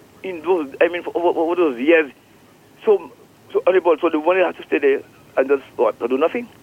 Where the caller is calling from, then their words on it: St. Lucia; I'm from Rockleary